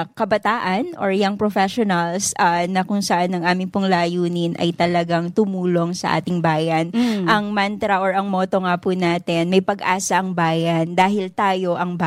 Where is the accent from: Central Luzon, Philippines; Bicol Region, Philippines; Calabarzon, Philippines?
Calabarzon, Philippines; General Nakar; moved away; nagtapos po kasi ako ng elementarya at ng sekundarya po ng high school sa province.